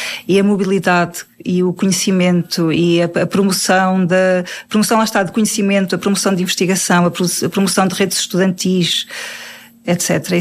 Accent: Portugal

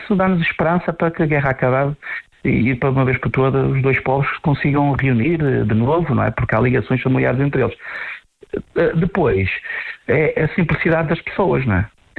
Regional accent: Paredes, Norte, Portugal; Paredes porque é a minha terra

